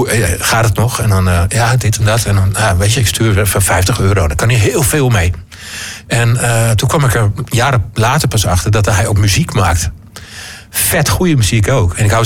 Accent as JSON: {"language": "Dutch", "town": "Loppersum", "region": "Groningen", "country": "Netherlands", "said": "Ja, en ik ben punker uit Loppersum, hè."}